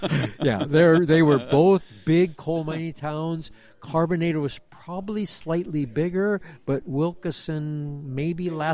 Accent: Enumclaw, Washington, United States; also born or lived in Seattle / Elk Coal; I grew up in Enumclaw.

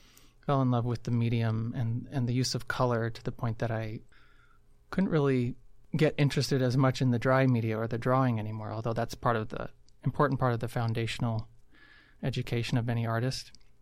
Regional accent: Tucson, Arizona, United States; I was raised in Arizona, in Tucson.

